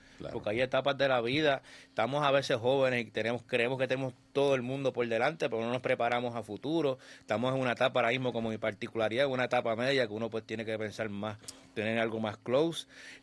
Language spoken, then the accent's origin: Spanish; Puerto Rico